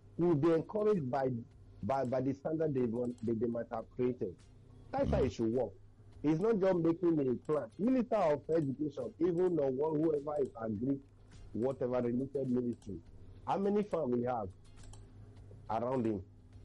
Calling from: Ikeja, Lagos, Nigeria; I come from Ikeja.

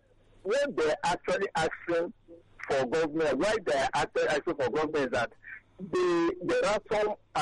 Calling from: Eba, Nigeria; I'm calling from Eba.

